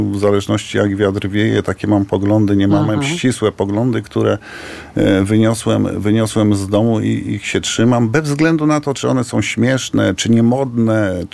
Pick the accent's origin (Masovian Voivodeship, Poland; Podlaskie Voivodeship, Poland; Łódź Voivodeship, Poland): Masovian Voivodeship, Poland; Warsaw; jestem warszawiakiem